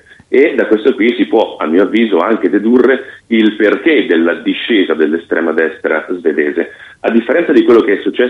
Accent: Sweden; Ho avuto questa fortuna di vivere la mia infanzia in Svezia, quindi mi sono fatto un'idea, si parla comunque di 20 anni fa, spesso ci ritorno

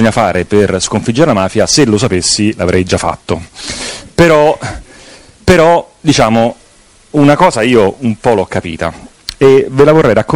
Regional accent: Rome, Lazio, Italy; now in Sicily, Italy; sono romano come voi, come molti di voi, però nel 92 avevo 16 anni

